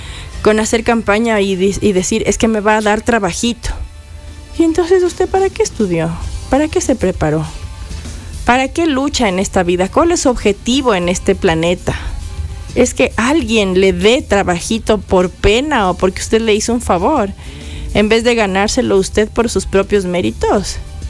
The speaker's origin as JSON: {"language": "Spanish", "country": "Ecuador", "said": "Como buenos ecuatorianos, el 16 de noviembre se nos acredita el décimo"}